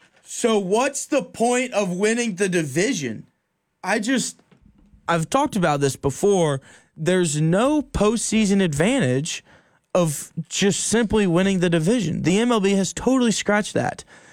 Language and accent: English; Atlanta, Georgia, United States; I'm from Atlanta, so I have a little bit of ties to the Braves.